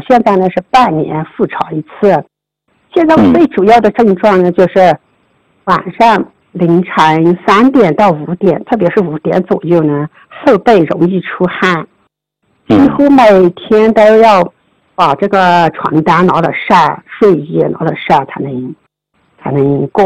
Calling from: Chuxiong, Yunnan, China; 我出生在1972年。

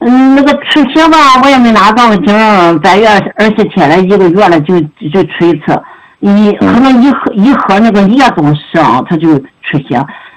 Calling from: Changji, Xinjiang, China; 我是新疆昌吉的学员，今年74岁了

